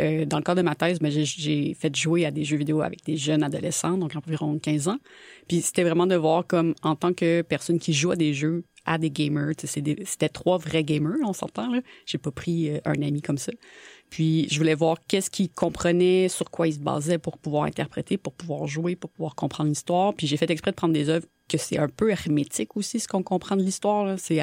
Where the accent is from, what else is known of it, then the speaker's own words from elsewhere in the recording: Chartierville, Quebec, Canada; Moi, je viens de la campagne très profonde où c'est que, à part jouer à l'extérieur dehors, moi, il n'y a pas grand-chose à faire d'autre.